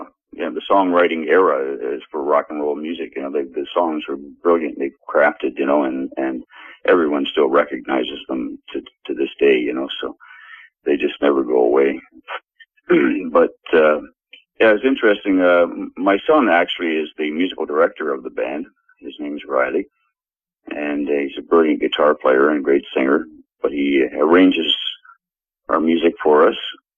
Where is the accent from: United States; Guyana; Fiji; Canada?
Canada; Well, we're Canadians, except for one member is from Rochester.